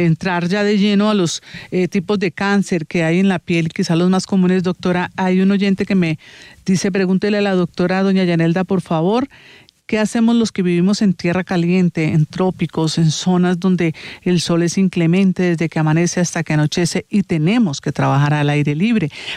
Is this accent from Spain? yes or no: no; Sincelejo, Sucre, Colombia; yo soy de Sincelejo incluso, doctora